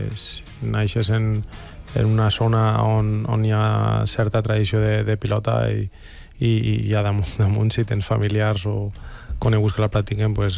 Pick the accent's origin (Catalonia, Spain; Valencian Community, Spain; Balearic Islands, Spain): Valencian Community, Spain; Vinalesa; Vinalesa.